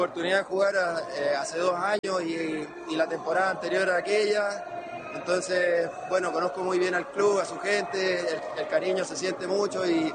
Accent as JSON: {"language": "Spanish", "town": "Concepción", "region": "Biobío", "country": "Chile", "said": "Yo soy penquista, soy de Conce"}